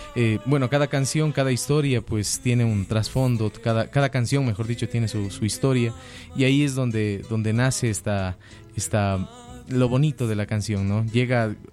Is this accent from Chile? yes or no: no; Cuenca, Azuay, Ecuador; now in Quito, Ecuador; mi ciudad natal, en Cuenca. Estamos ahora acá por la capital, que considero mi segundo hogar.